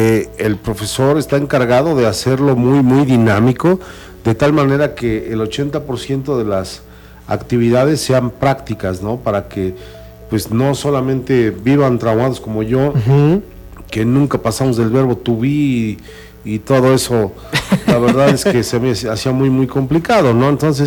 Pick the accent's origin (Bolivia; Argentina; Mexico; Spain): Mexico